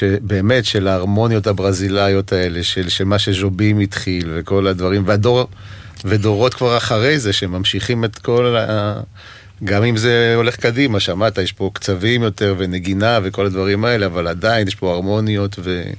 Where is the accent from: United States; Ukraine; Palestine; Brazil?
Brazil; now in Israel; אני גדלתי בברזיל.